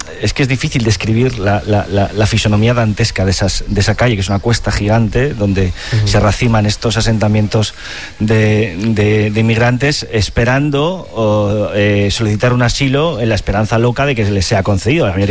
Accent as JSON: {"language": "Spanish", "country": "Spain", "said": "es algo de lo que sentimos orgullosos como españoles."}